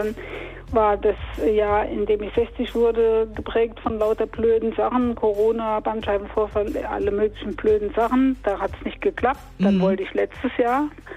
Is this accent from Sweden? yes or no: no; Bad Kreuznach, Rhineland-Palatinate, Germany; In Bad Kreuznach, in meiner Heimatstadt.